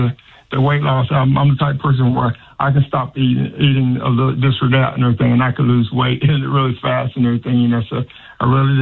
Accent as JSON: {"language": "English", "country": "United States", "said": "I was born here. I was born here in America, so I'm just a Black American."}